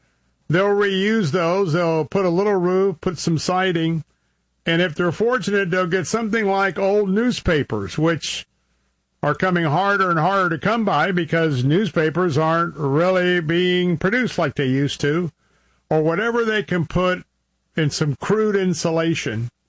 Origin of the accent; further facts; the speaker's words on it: Tampa, Florida, United States; broadcasting all across Central Florida from our studios here in Tampa, my hometown.